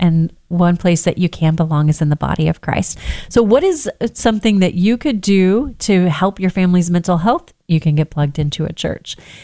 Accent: the South, United States; I'm from the South.

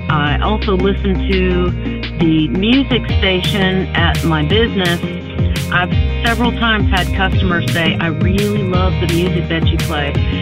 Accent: West Point, Mississippi, United States; from West Point, Mississippi.

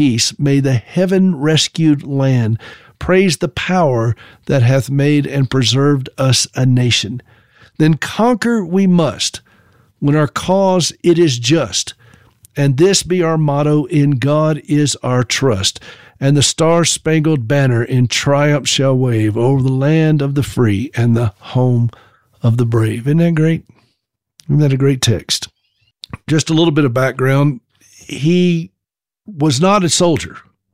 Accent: United States; The point of it is we're American citizens and we have a great nation.

